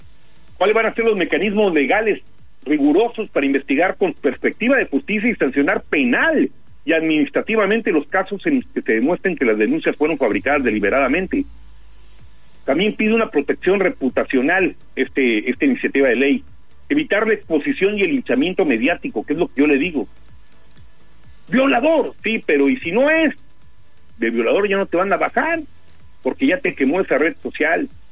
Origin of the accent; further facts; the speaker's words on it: Mexico; nosotros, por ejemplo, si alguien de aquí de México va a España, pues sí va a sentir el calor